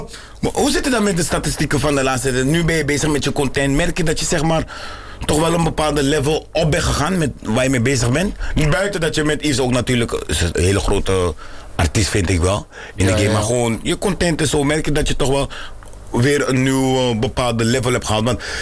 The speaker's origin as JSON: {"language": "Dutch", "country": "Germany", "lives_now": "Netherlands", "said": "Ik ben Duits, dus zondag speel ik tegen mijn Antilliaanse broeders."}